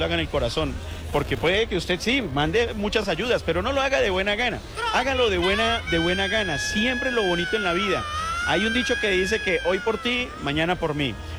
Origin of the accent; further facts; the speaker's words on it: Colombia; somos la familia llamada Colombia